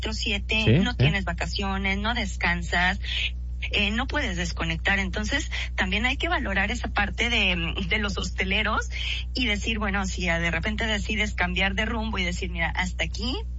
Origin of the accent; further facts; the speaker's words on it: Mexico; moved away as an adult; also born or lived in Guadalajara; now in Madrid, Spain; soy un amante de mi país, soy orgullosamente mexicana